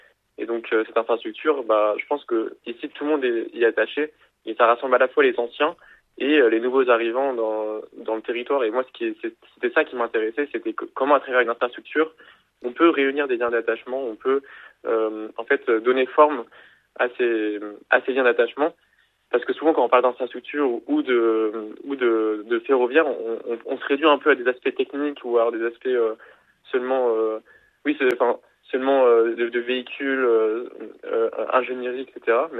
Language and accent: French; Auvergne-Rhône-Alpes, France; Non, moi je viens de Orléans, pas loin de Thiers, le Zou.